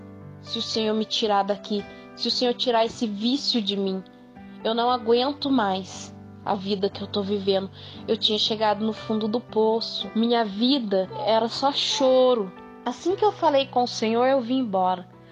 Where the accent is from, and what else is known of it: São Luís, São Paulo, Brazil